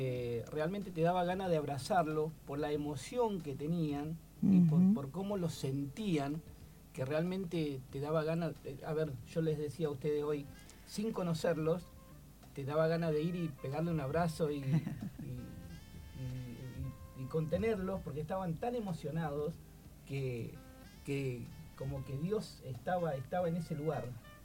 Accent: Chaco, Argentina; now in San Lorenzo, Argentina; Yo soy del Chaco.

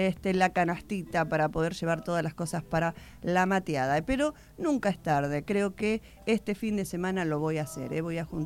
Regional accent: San Lorenzo, Santa Fe, Argentina; porque nosotros que somos de San Lorenzo y que vivimos ahí

